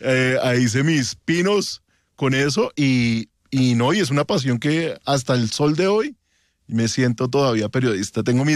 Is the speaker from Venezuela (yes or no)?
no; Bogotá, Bogotá Capital District, Colombia; soy bogotano, 46 años, modelo 80.